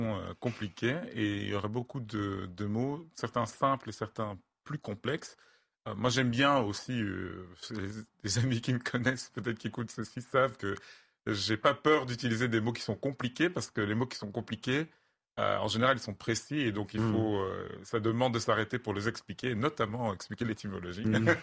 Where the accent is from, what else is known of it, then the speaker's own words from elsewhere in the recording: West, Cameroon; first language Bamoun; French is a second language; choisir un mot qui, dans la langue Bamoun, désignait littéralement l'esprit qui est partout. Et donc, dans ma langue maternelle, on dit Nini.